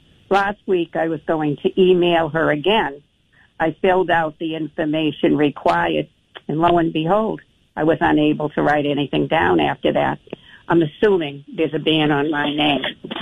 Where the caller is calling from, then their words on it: Boston, Massachusetts, United States; from Boston